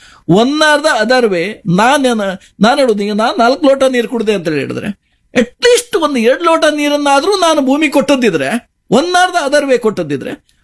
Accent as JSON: {"language": "Kannada", "region": "Coastal Karnataka", "country": "India", "said": "ನಮ್ಗೆ ಕೋಸ್ಟಲ್ನವರಿಗಂತೂ ಎಸ್ಪೆಷಲ್"}